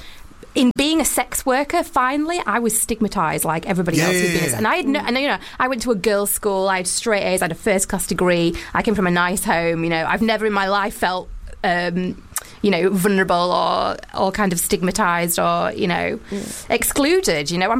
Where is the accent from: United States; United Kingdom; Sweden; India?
United Kingdom; Wakefield, Yorkshire and the Humber; I'm from Wakefield.